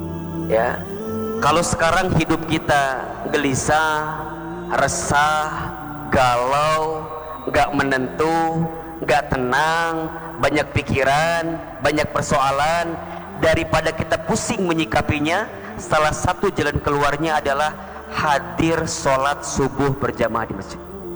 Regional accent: Garut, West Java, Indonesia; Saya waktu di Garut itu, saya aslinya orang Garut gitu

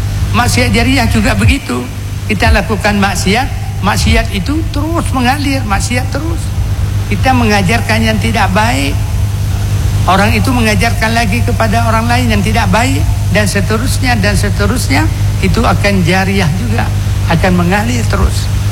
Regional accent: Aceh, Indonesia

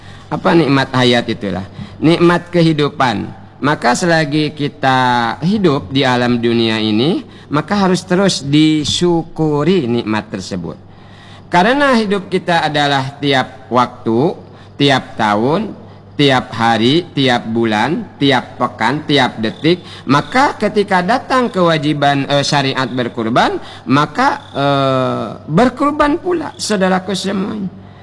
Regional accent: Bangka Belitung Islands, Indonesia; Kan lumayan, bedepe, kata kita orang Bangka.

